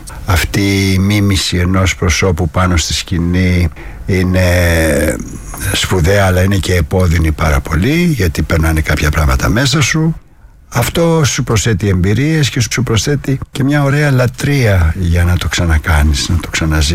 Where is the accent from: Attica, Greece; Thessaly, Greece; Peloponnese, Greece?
Attica, Greece; Athens; born there